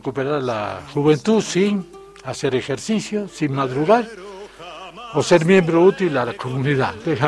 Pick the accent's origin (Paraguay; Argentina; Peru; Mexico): Argentina; nos demuestra cómo somos los argentinos.